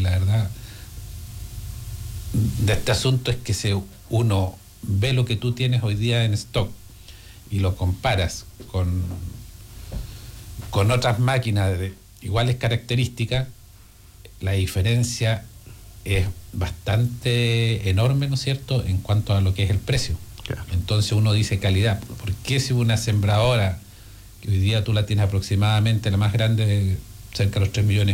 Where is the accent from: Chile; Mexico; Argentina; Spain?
Chile; Patagonia; como buenos chilenos, no sé si de Arica a Punta Arenas o hablemos como buenos patagones